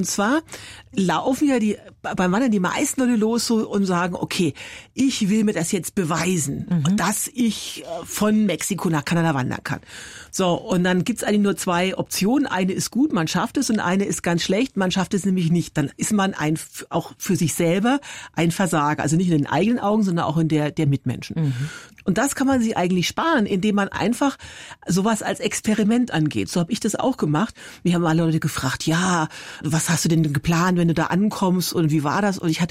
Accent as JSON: {"language": "German", "town": "Forchheim", "region": "Bavaria", "country": "Germany", "said": "Also ich komme ja aus Forchheim, Oberfranken."}